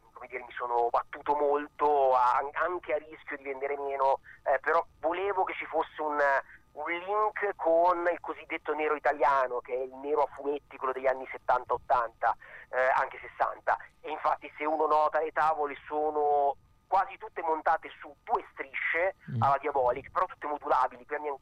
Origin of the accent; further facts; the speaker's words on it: Arezzo, Tuscany, Italy; sono di Arezzo, in quanto aretino, dietro casa mia c'era Villa Vanda